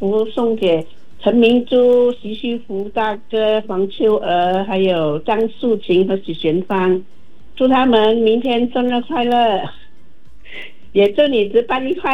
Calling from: Seremban, Negeri Sembilan, Malaysia

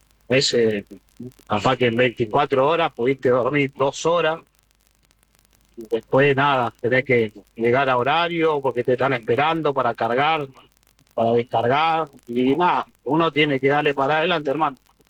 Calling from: Tigre, Buenos Aires Province, Argentina; de Tigre.

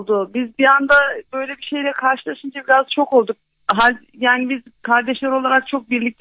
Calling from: Istanbul, Turkey; ben İstanbul'dan arıyorum

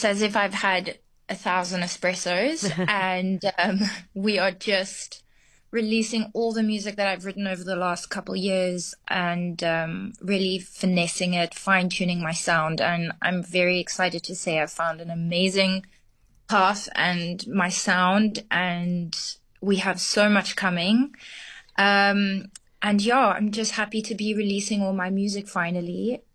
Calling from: London, United Kingdom; Yes, I'm calling you from London.

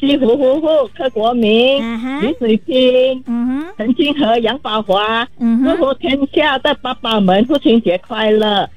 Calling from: Singapore

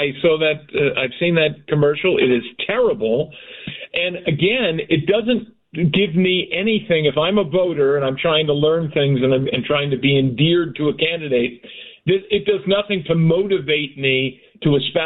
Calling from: Rhode Island, United States; saddens me as an American and as a Rhode Islander.

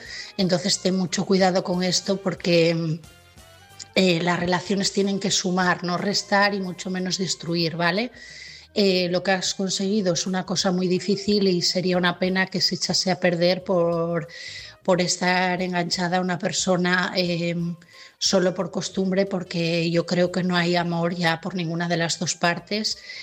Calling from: Asturias, Spain

